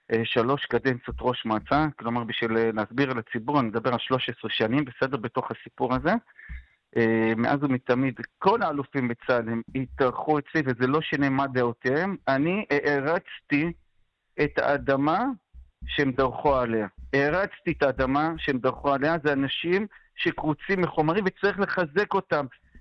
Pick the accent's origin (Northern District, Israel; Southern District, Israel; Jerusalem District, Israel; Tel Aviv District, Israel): Jerusalem District, Israel; Jerusalem; צריך לשמור על הדברים שבקונצנזוס שאני גדלתי עליהם כירושלמי, בסדר? אני נולדתי בתוך בית קפה, בסדר? בתוך ירושלים, בצטרום של הצטרום, ולימים התאהבתי בהתיישבות